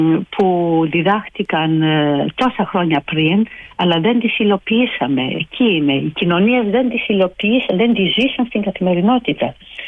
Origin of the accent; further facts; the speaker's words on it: Greece; moved away; για μένα σαν Ελληνίδα